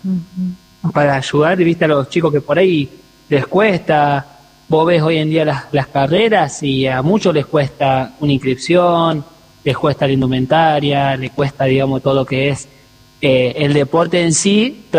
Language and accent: Spanish; Córdoba, Argentina; bueno, yo soy de Córdoba, está Mikey de Salta, está Rodrigo de Córdoba también